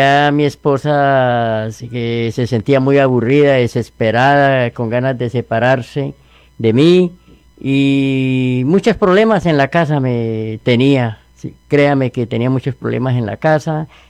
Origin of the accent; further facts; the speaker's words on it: Yopal, Casanare, Colombia; De Yacá y Yopal.